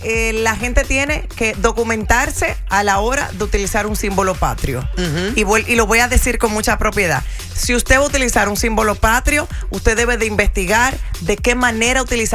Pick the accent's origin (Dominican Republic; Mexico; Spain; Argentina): Dominican Republic; Soy dominicana, pero ponerme la bandera en mi cuerpo es indebido.